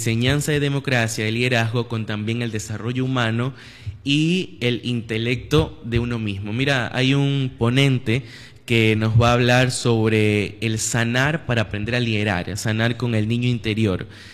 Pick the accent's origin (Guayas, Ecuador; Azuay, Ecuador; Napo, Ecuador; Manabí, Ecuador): Manabí, Ecuador; Rocafuerte; Rocafuerte, yo soy de Rocafuerte.